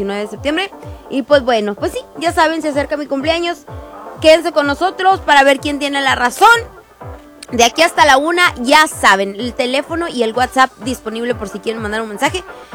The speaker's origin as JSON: {"language": "Spanish", "country": "Mexico", "said": "Soy mexicana y no me sé la canción."}